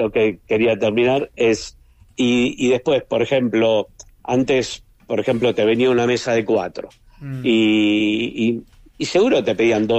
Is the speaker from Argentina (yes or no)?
yes; Argentina; Siendo argentino nada más te adaptás.